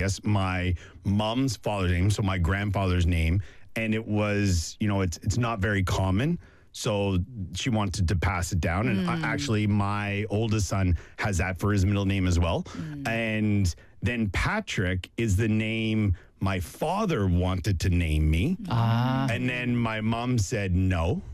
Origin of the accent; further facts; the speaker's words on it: Busan, South Korea; And I feel it's like that in my hometown is very similar. I would say, other than that, I feel Busan it doesn't feel like a big city.